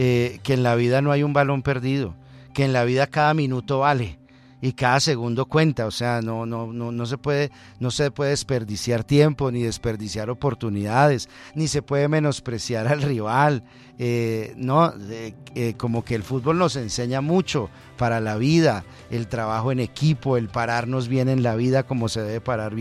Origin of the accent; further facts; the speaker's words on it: Colombia; lo más destacado hasta este momento para nosotros como colombianos es que Colombia comenzó con pie derecho.